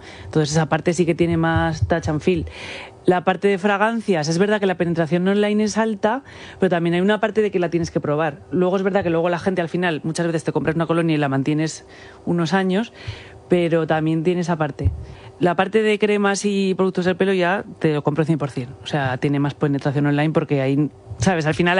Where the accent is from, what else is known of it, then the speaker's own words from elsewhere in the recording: Zaragoza, Aragon, Spain; yo recuerdo, yo que soy de Zaragoza, había una tienda que solo hacían